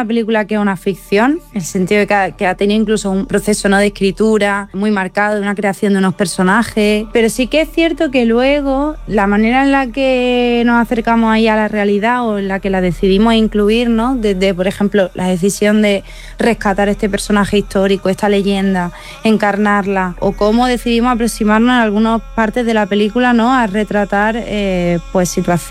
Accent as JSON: {"language": "Spanish", "town": "Granada", "region": "Andalusia", "country": "Spain", "lives_now": "Madrid, Spain", "said": "Yo soy una directora de Granada, afincada ahora en Madrid. Estudié en Barcelona, estudié en Donosti también"}